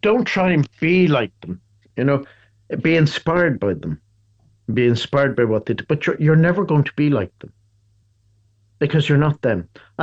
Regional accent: Dublin, Leinster, Ireland; a Passionist brother when I was growing up in Dublin.

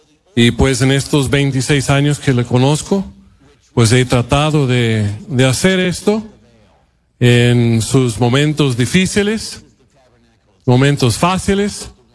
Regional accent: St. Charles, Illinois, United States; Spanish is a second language; moved away as an adult; also born or lived in Mexico / Spain; originario de aquí, no de Chicago, sino un pueblo que se llama St. Charles, que está aquí por los 64. Yo soy gringo, 100%. Me fui de aquí cuando yo tenía 18 años.

